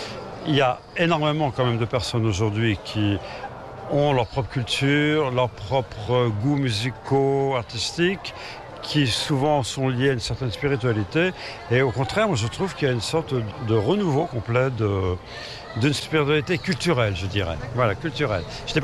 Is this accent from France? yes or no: yes; France; Je suis français d'origine, donc en plus, pour moi, évidemment, je suis fasciné par tout le monde traditionnel.